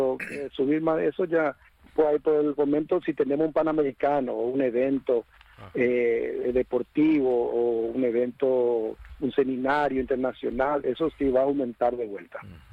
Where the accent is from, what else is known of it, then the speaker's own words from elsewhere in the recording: Asunción, Paraguay; No, yo soy de Asunción. Estoy acá trabajando.